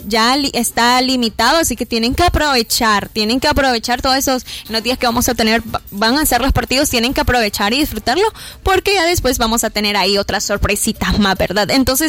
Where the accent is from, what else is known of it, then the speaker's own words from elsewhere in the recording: El Salvador; como salvadoreño, yo sé que en algún momento voy a estar en mi casa estresado